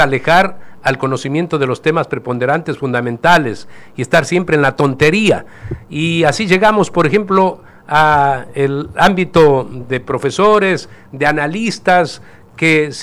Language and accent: Spanish; Ecuador